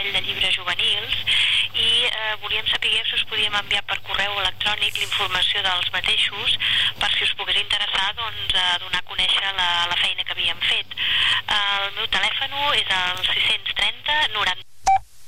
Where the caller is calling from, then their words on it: Granollers, Catalonia, Spain; de Granollers.